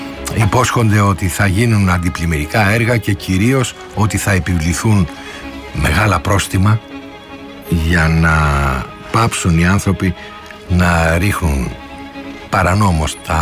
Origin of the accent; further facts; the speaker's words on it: Greece; moved away; Εγώ θυμάμαι εκεί στα μέρη μου τον Αχελό